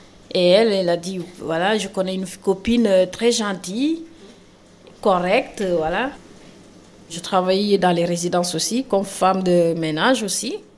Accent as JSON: {"language": "French", "country": "Senegal", "said": "Et je suis sénégalaise."}